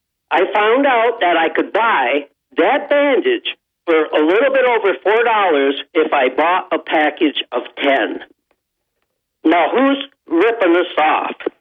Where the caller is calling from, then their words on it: Dickinson, New York, United States; from the town of Dickinson.